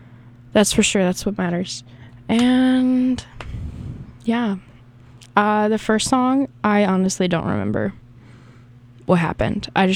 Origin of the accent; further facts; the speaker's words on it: the South, United States; I'm from the South, and I say pecan.